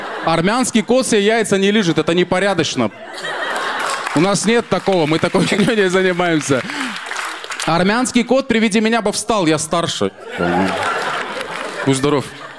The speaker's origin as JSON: {"language": "Russian", "town": "Rostov-on-Don", "region": "Rostov Oblast", "country": "Russia", "said": "И я сам из Ростова-на-Дону"}